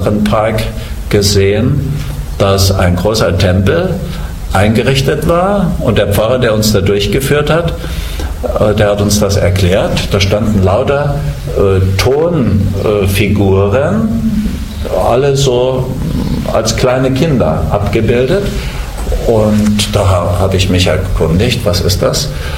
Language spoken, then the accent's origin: German; East Germany, Germany; Ich bin ja nun in der Ex-DDR aufgewachsen und ich habe noch die ganzen Bilder vor mir von Stalin, von Lenin, von Marx und Engels, diese Köpfe, ja, die hat man ja an jeder Ecke gesehen.